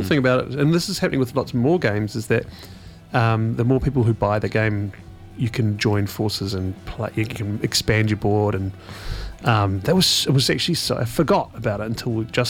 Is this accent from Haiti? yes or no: no; Henderson, Auckland, New Zealand; I actually grew up, I grew up in Henderson, but New Lynn was where I went to go to all ages shows in the 90s.